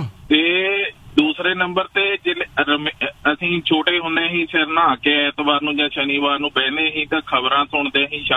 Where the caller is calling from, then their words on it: Hoshiarpur, Punjab, India; ਮੈਂ ਵੀ ਹੁਸ਼ਿਆਰਪੁਰ ਤੋਂ ਹੀ ਹੈ